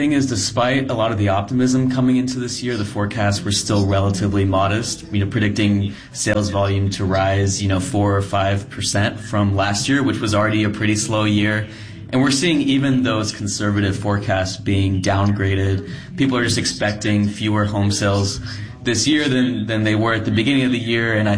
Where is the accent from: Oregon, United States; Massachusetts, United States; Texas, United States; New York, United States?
Texas, United States; Austin; I'm from Austin.